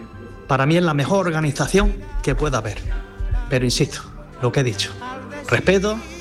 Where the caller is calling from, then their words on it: El Ejido, Andalusia, Spain; Buenas tardes, Andalucía, desde Elegido, Almería.